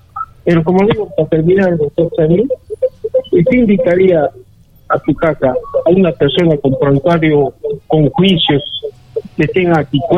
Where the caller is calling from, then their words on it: Arequipa, Peru; mi tierra de Arequipa, cuna de grandes héroes